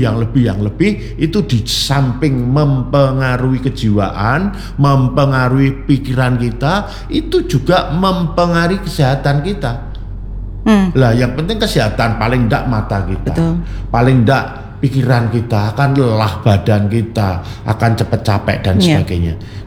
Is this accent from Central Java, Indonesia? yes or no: yes; Surakarta, Central Java, Indonesia; Kalau kami warga Kemlayan